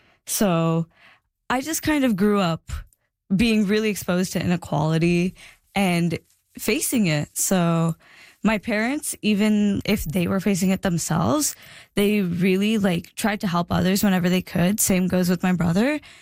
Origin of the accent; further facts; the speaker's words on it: India; born there; I was born in India and my family grew up relatively low income